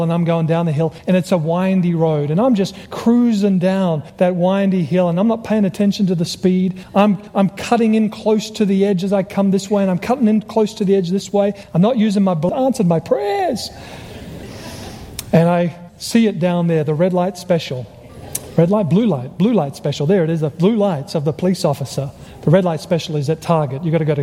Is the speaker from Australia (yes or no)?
yes; Australia; He heard my accent. I was from Australia.